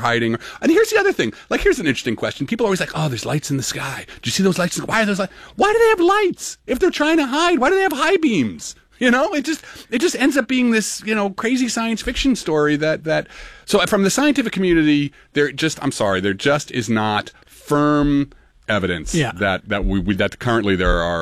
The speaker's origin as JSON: {"language": "English", "town": "Newark", "region": "New Jersey", "country": "United States", "said": "it's like going to Newark, and I'm from Newark, so I can say that."}